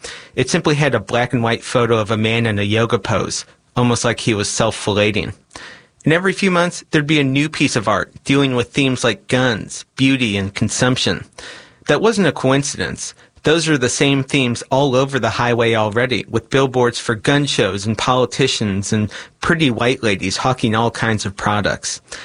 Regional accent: Columbia, Missouri, United States; 11 years ago, she moved back to Missouri, to my hometown, Columbia.

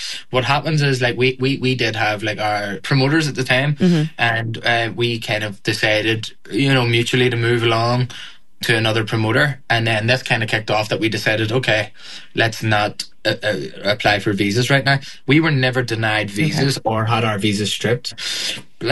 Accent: Ireland; we're Irish, like, and we grew up here as Britain's first colony.

